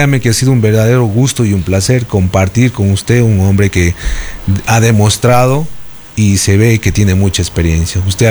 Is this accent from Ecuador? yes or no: yes; Ecuador; saludar a mi pueblo de Tundaime y a todos los alrededores del cantón y de la provincia.